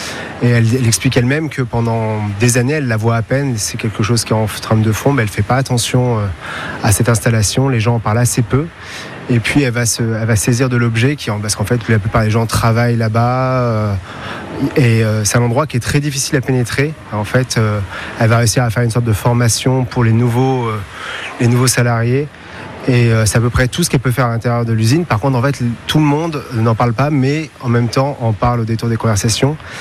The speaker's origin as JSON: {"language": "French", "town": "Tours", "region": "Centre-Val de Loire", "country": "France", "said": "je suis de Tours"}